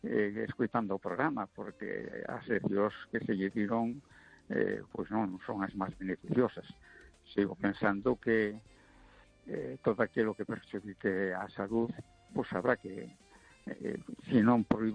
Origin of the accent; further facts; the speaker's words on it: A Coruña, Galicia, Spain; Vamos a ver … de Coruña.